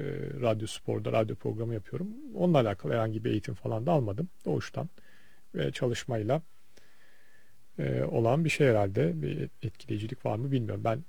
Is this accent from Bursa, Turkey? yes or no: yes; Bursa, Turkey; Bir Bursalı olarak bu sene çok iyi şeftali yemedim.